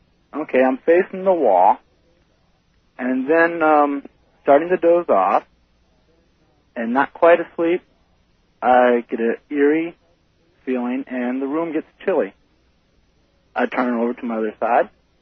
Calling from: Ojai, California, United States; I'm calling from Ojai, California.

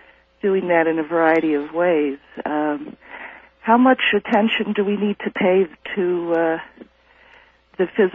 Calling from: Boulder, Colorado, United States; calling from Boulder, Colorado.

